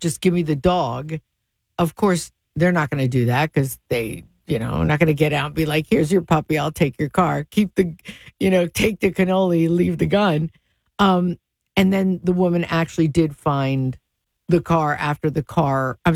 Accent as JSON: {"language": "English", "area": "Bay Area", "region": "California", "country": "United States", "tie": "born there", "said": "That's in the Bay Area. It's like my hometown."}